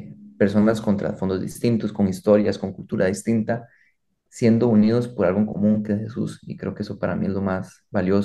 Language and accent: Spanish; Costa Rica; Entonces es hasta simbólico para nosotros como costarricenses